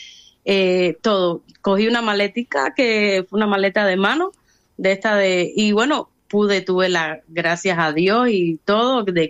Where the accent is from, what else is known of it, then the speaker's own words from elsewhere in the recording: Cuba; moved away as an adult; now in León, Spain; Sí, soy cubana y soy bisnieta de aquí, de un descendiente de León, de Benavides, de Órbigo, de Antoñán del Valle.